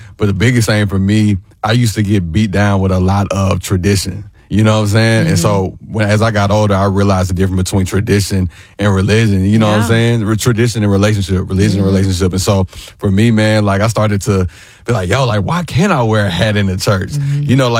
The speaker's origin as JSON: {"language": "English", "town": "Huntsville", "region": "Alabama", "country": "United States", "also_born_or_lived": "Decatur, Alabama", "moved": "yes", "lives_now": "Atlanta, United States", "said": "I'm from Alabama, Huntsville, Decatur, yes. You know what I'm saying? 256."}